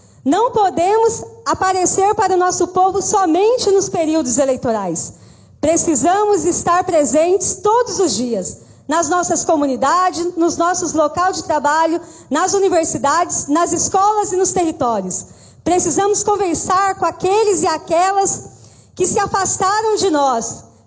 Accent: Brazil; Venho do Brasil, de Pindorama, território ancestral dos povos originários

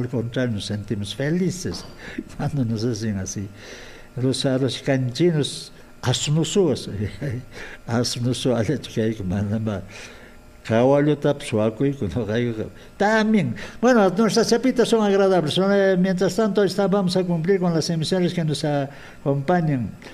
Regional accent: Acomayo Province, Cusco, Peru; por eso llamamos históricos estos distritos que están en la parte alta de mi provincia de Acomayo. En cambio, el distrito de Acomayo estamos en la quebrada.

